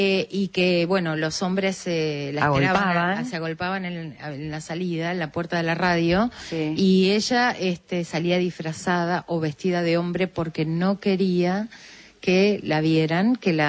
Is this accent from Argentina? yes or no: yes; Argentina; Ahí somos argentinos, podemos hacer